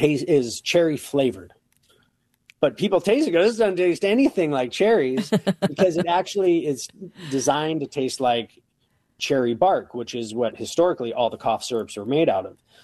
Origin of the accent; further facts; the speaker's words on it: Bakersfield, California, United States; moved away; I'm originally from California. Bakersfield, the Central Valley of California